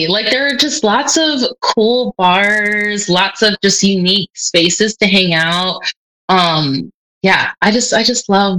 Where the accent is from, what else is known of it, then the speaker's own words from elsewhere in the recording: Lawrence, Kansas, United States; now in Kansas City, United States; I grew up in Lawrence. So when I first graduated, I like stayed in Lawrence for like just a couple months.